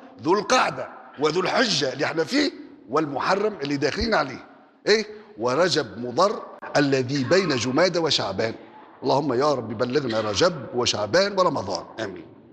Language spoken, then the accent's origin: Arabic; Tunisia